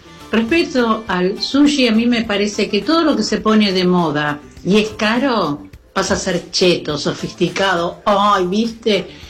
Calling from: San Justo, Buenos Aires Province, Argentina; de San Justo.

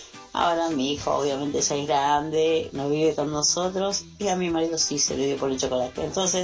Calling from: Ciudad Evita, Buenos Aires Province, Argentina; de Ciudad de Vita.

